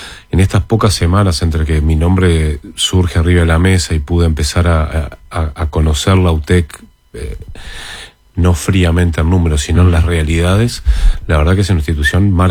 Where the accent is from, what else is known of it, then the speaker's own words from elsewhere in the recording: Uruguay; A mí me dio mucho orgullo como uruguayo